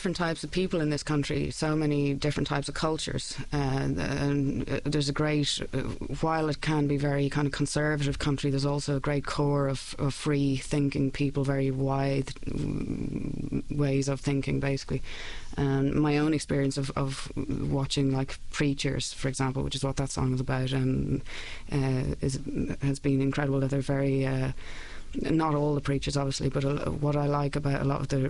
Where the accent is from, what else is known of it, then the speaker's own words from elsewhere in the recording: Ireland; So I don't know, I guess just as an Irish person here, I was living in Atlanta there for about 4 months last year